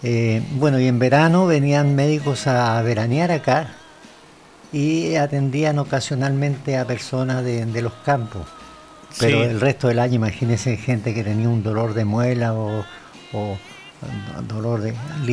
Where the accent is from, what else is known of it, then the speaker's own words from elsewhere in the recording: Santiago, Santiago Metropolitan Region, Chile; Incluso yo que me crié en Santiago, cuando éramos niños mi madre nos aplicaba medicamentos del conocimiento ancestral que ella tenía de medicina acá en la comuna.